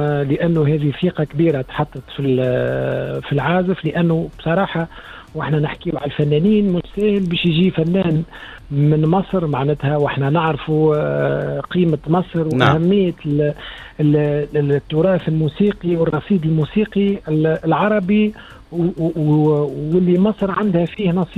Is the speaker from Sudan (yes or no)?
no; Tunisia; أنا كفنان تونسي